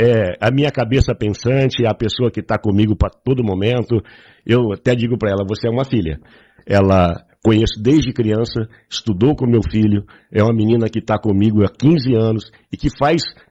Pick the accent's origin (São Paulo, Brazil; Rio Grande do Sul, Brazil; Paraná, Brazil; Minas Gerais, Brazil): São Paulo, Brazil; Santo Antônio do Aracanguá; born there; now in Birigui, Brazil; Eu nasci no Patrimônio da Mata, que naquela época era um distrito de Araçatuba. Hoje chama-se Santo Antônio do Aracanguá. Eu sou araçatubense na RG, mas no coração sou biriguiense.